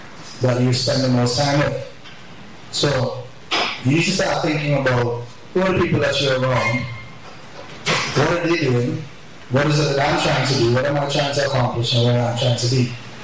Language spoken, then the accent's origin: English; Calder, St. Vincent & Grenadines; I'm from a little village in St. Vincent and the Grenadines called Calder.